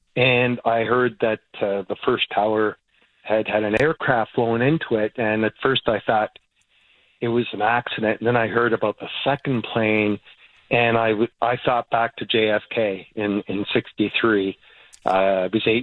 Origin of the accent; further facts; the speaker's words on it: Canada; One thing I want to say as a Canadian, I really appreciate how balanced you are with regards to your guests